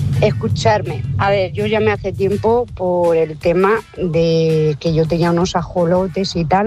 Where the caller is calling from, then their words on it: Madrid, Community of Madrid, Spain; de Madrid.